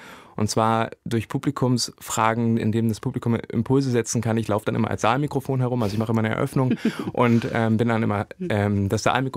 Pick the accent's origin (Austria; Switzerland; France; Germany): Germany; Wernigerode, Saxony-Anhalt; born there; In Sachsen-Anhalt sind wir in 18 Tagen in 16 verschiedenen Städten, unter anderem auch meiner Geburtsstadt Wernigerode, auf die ich mich ganz besonders freue